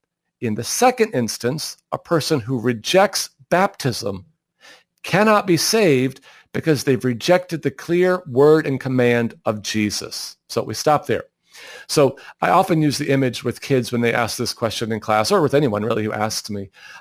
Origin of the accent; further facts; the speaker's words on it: Iowa, United States; I'm from Iowa.